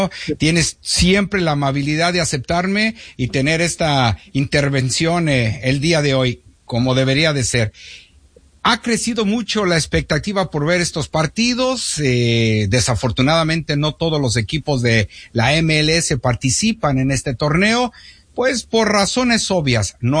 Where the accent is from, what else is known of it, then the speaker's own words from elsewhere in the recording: Mexico; moved away; yo soy de México, he ido a México